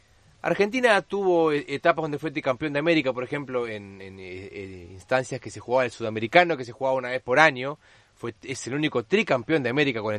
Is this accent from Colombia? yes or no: no; Spain; Yo soy español.